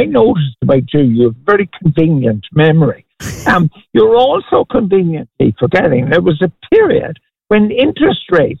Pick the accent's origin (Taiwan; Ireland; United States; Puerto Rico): Ireland; Cork, Munster; born or raised there; now in Foxrock, Ireland